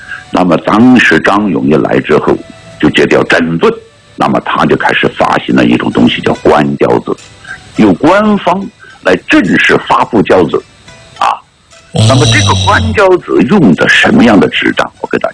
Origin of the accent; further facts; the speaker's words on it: Sichuan, China; 大家我们四川人一说桑树构树，那是非常清楚的一个区别。